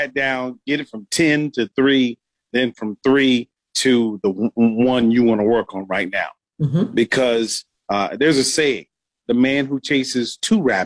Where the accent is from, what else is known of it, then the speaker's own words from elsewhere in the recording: Andrews, South Carolina, United States; I am from the Little A. I am very proud to be from Andrews, South Carolina.